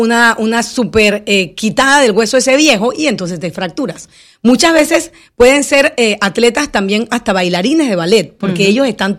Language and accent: Spanish; Penonomé, Coclé, Panama; orgullosamente Castalia y yo somos del mismo barrio de Penonomía.